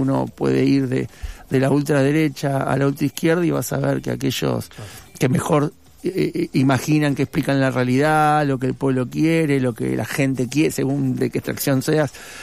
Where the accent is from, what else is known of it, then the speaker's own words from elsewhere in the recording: Buenos Aires, Argentina; un afroporteño como yo de Buenos Aires de muchísimas generaciones